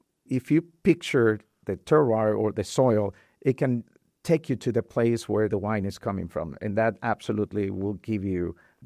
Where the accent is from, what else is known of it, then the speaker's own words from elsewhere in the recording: Cancun, Quintana Roo, Mexico; moved away as an adult; now in Fargo area, United States; I'm from Cancun, Mexico. I moved over here 17 years ago.